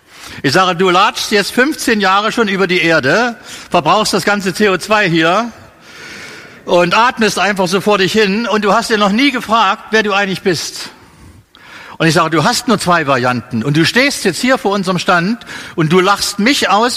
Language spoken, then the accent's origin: German; Germany